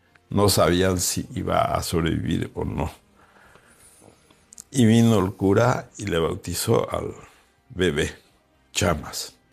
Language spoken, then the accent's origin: Spanish; Piribebuy, Cordillera, Paraguay; después se radicaron en Piribebuy, donde yo nací ya y donde yo me crié.